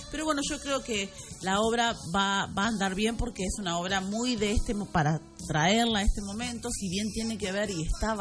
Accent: Northwest Argentina, Argentina; un montón de palabras y de ahí de modismos en realidad que tienen que ver con nuestro noroeste

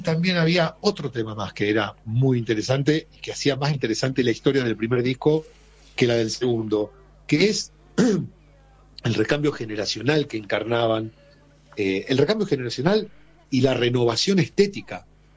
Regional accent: Rosario, Santa Fe, Argentina; las veces que iban a tocar a Rosario, yo soy de Rosario, vivo allá, vivo aquí, digo

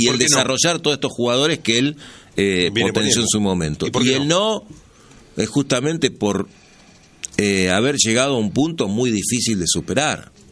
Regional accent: Argentina; como somos los argentinos

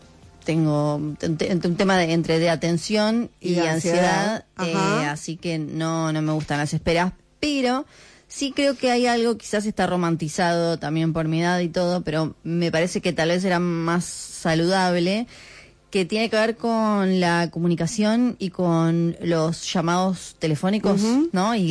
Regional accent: Ushuaia, Tierra del Fuego, Argentina; Yo, por ejemplo, qué sé yo, soy de Ushuaia, y en un momento mi papá se había venido a vivir acá

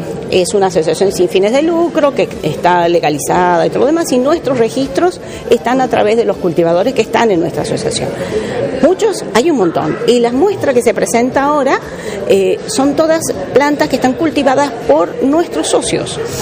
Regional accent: Tucumán, Argentina

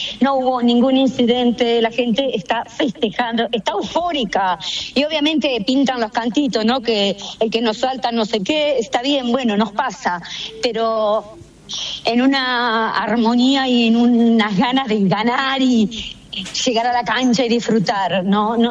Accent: Argentina; obviamente que dentro del estadio algo va a pasar porque somos argentinos, ¿no? Y tenemos la sangre caliente.

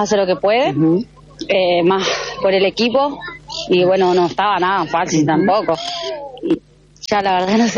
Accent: Vera, Santa Fe, Argentina; moved away; yo soy de Vera, uh-huh. Bueno, tengo, bueno, no voy a decir ni edad. Ya hace 2 años que estoy jugando acá.

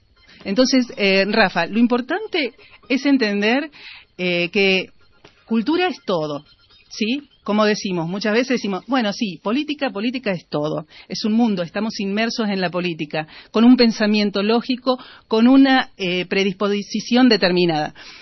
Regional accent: Buenos Aires, Argentina; born there; also born or lived in La Rioja; Nací en Buenos Aires y me fui a vivir allá.

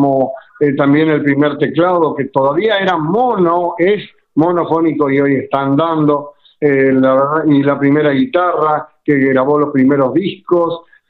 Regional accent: Misiones, Argentina; primero soy misionero, vivo en Apóstoles y amo a esta mi Argentina. Tuve la suerte de conocer los pagos de donde vinieron nuestros abuelos. Por eso no olvido las raíces

